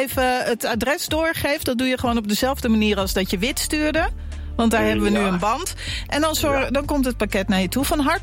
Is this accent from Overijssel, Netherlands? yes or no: yes; Kampen, Overijssel, Netherlands; Ik kom ook uit Kampen.